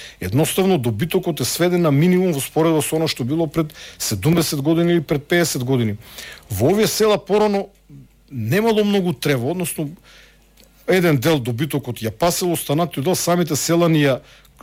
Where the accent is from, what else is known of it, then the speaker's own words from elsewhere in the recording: Štip, Eastern, North Macedonia; отидете во Штип над моето мало, каде што сум роден и живее во младоста